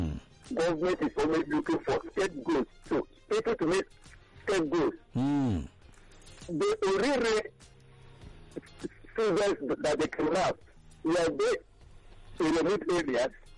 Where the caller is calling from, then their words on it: Edo, Nigeria; I'm calling from Edo.